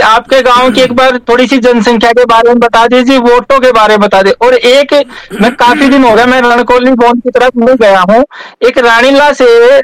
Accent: Achina, Haryana, India; सरपंच साहब मेरा गांव अचीणा है, आपके नजदीक लगता है

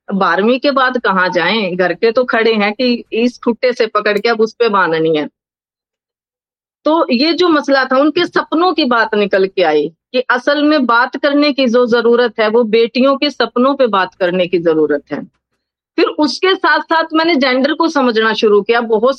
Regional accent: Meham, Haryana, India; also born or lived in Rohtak; मैं महम कस्बे से हूं, अब तहसील बन गया है

